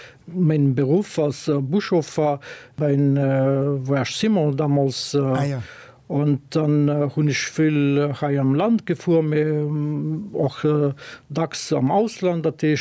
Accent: Tetovo, Polog, North Macedonia; German is a second language; Ich komme aus Westens Mazedonien. Ich war gebürtig zu Tetovo. das in Stadt vom Ball 80.000 Awohner mein Eltern sind am Fongol von Region Nationalpark Mavrovo ja.

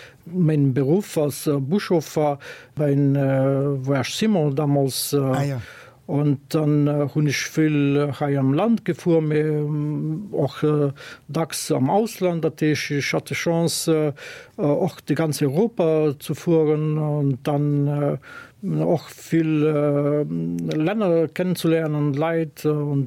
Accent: Tetovo, Polog, North Macedonia; born there; German is a second language; Ich komme aus Westens Mazedonien. Ich war gebürtig zu Tetovo.

